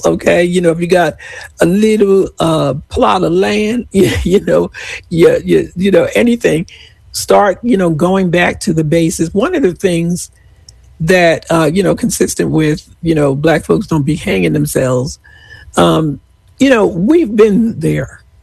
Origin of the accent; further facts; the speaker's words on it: New York, United States; moved away; I hail from New York